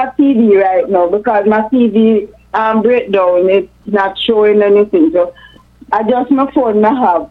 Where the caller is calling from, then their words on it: Spanish Town, Saint Catherine, Jamaica; I'm from a place named Quarry Hill. I'm living in Quarry Hill.